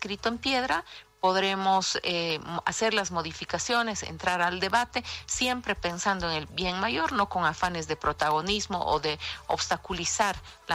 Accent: Bolivia; Porque todos somos bolivianos y todas las voces deben ser escuchadas.

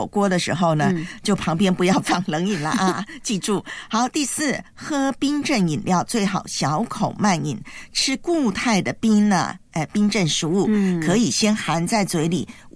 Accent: Taiwan; 因为如果在我的老家台湾，我最喜欢夏天刨冰啊。

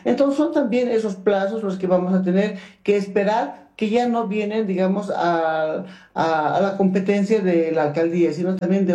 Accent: La Paz, Bolivia; nosotros como paceños.

